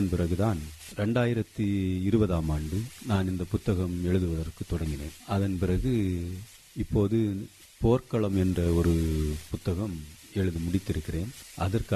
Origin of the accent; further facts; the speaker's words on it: Kadiyapattinam, Tamil Nadu, India; அந்த ஒரு அழகான ஒரு ஊர். இயற்கை காட்சிகளெல்லாம் சூப்பராக இருக்கும் பார்க்கறதுக்கு. அந்த மாதிரி ஒரு நல்ல ஒரு கிராமத்தில் நான் பிறந்து வளர்ந்து அங்கே வந்து 7ஆம் வகுப்பு வரை படித்திருக்கிறேன்.